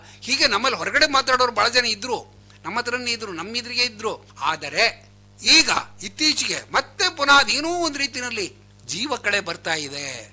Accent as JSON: {"language": "Kannada", "area": "Shivamogga", "region": "Karnataka", "country": "India"}